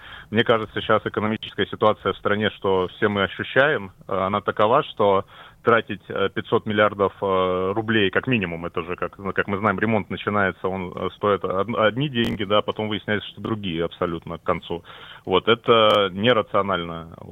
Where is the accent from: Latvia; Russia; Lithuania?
Russia; Saint Petersburg; нам бы, петербуржцам